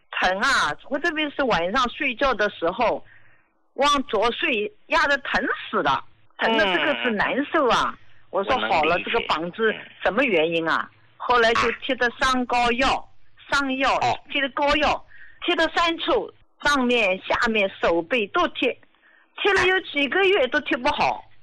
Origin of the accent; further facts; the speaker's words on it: Jiangsu, China; 我今年73岁，我是江苏的。